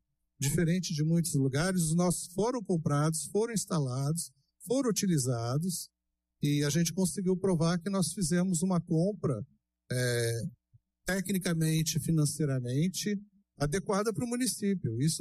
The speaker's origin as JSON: {"language": "Portuguese", "town": "Volta Redonda", "region": "Rio de Janeiro", "country": "Brazil", "also_born_or_lived": "Brasília", "moved": "as an adult", "lives_now": "Silvânia, Brazil", "said": "eu sou de Volta Redonda, estado do Rio. Eu fiz medicina veterinária na Universidade Federal Rural do Rio de Janeiro. Me formei em 1979, fui para Brasília"}